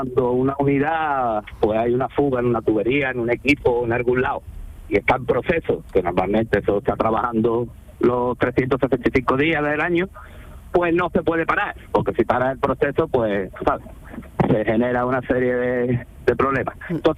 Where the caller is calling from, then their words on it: San Roque, Andalusia, Spain; Yo estoy en San Roque ahora.